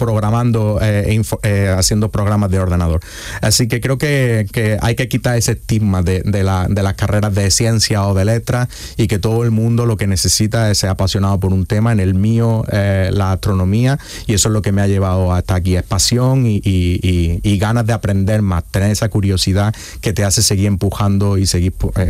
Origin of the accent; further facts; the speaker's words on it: Priego de Córdoba, Andalusia, Spain; Yo soy de Priego de Córdoba, a una hora de aquí de Granada, y en mi pueblo se hizo un curso de astronomía, de iniciación a la astronomía para adul